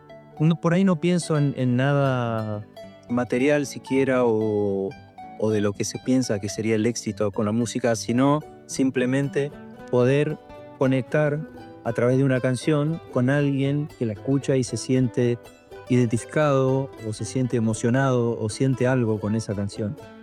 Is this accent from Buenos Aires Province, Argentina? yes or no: no; Charata, Chaco, Argentina; soy músico oriundo de Charata, provincia del Chaco, República Argentina. Y soy músico, bueno, desde muy niño comencé a cantar en mi casa porque crecí en una casa donde había mucha música.